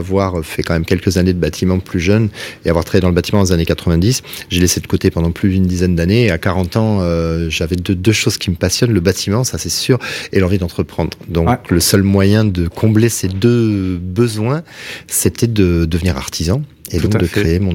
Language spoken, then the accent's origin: French; Toulouse, Occitanie, France; J'étais vraiment tout gaffette, comme on dit chez nous à Toulouse.